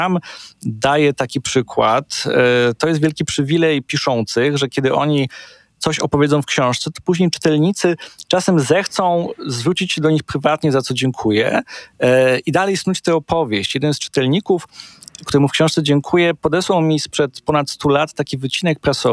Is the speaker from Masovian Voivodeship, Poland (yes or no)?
no; Gliwice, Silesian Voivodeship, Poland; u nas w Gliwicach